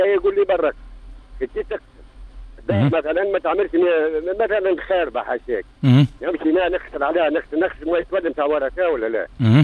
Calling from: Jerissa, Kef Governorate, Tunisia

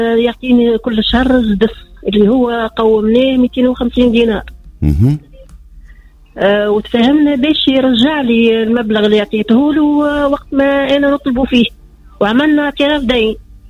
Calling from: Sfax, Sfax Governorate, Tunisia; أنا مواطنة من صفاقس.

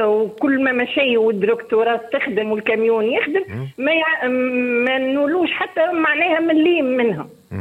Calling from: Jemmal, Monastir Governorate, Tunisia

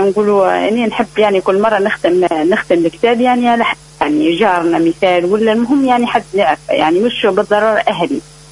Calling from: Tataouine Governorate, Tunisia

